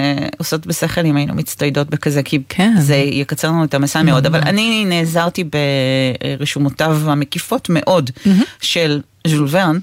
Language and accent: Hebrew; Jerusalem, Jerusalem District, Israel; אני מגיעה מרקע שהוא אמוני ודתי, וטקסי, אני גדלתי בירושלים, גדלתי בעיר העתיקה